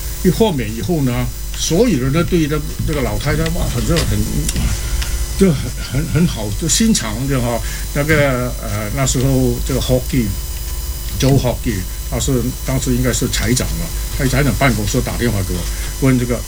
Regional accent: Malaysia; 我是讲讲我的背景，我是马来西亚长大的，马来西亚啊，我毕业的那个中学呢叫做尊孔过明行中学

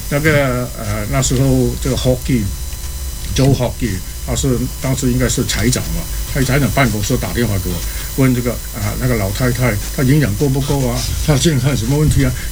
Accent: Malaysia; 我是讲讲我的背景，我是马来西亚长大的。马来西亚啊，我毕业的那个中学呢，叫做尊孔中学

